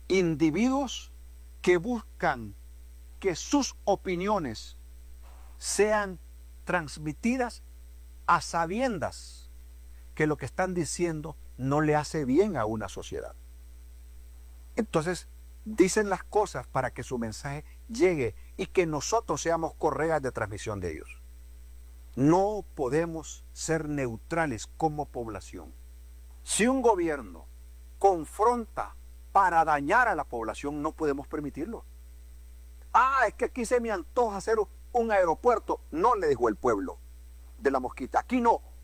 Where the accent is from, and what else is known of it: Honduras